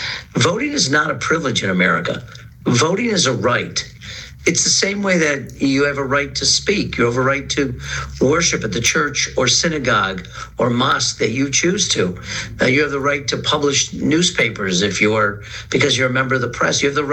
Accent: New York, United States; because I come from New York

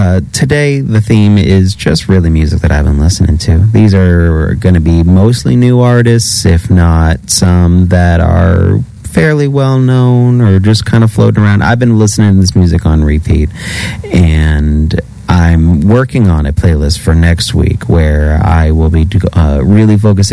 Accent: Appalachia, United States; because, you know, I'm from Appalachia, and I've met her on at least two separate occasions.

